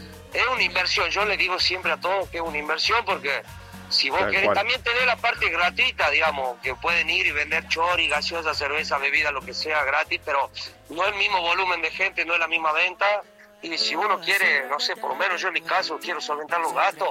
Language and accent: Spanish; Salta, Argentina; somos tres salteños más